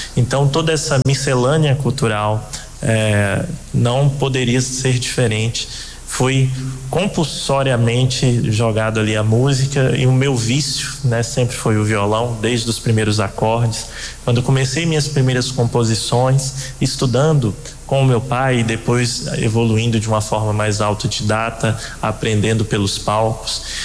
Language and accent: Portuguese; Bahia, Brazil; also born or lived in Vale do Jequitinhonha, Minas Gerais; Fui criado na Bahia, recriado no Vale do Jequitinhonha, também uma pulsação de cultura popular que me envolveu e que me inspira muito até hoje. A terra da minha mãe, terra dos meus pais.